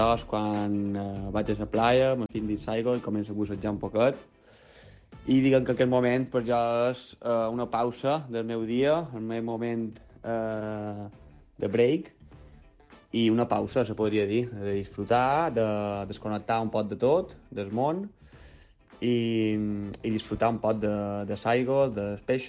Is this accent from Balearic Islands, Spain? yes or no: yes; Palma, Balearic Islands, Spain; soc de Can Pastilla, aquí a Palma